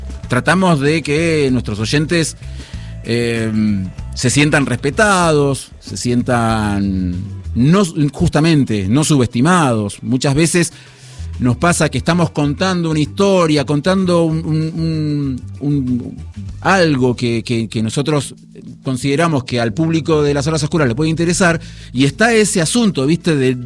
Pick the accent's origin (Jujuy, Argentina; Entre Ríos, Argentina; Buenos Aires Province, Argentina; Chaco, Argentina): Buenos Aires Province, Argentina; now in Buenos Aires, Argentina; Yo soy de zona sur. En realidad hace tiempo que ya vivo aquí nuevamente en Capital. Yo nací en la Capital Federal, pero me mudé en varias oportunidades a lugares de la zona noroeste del conurbano, oeste del conurbano, sur del conurbano.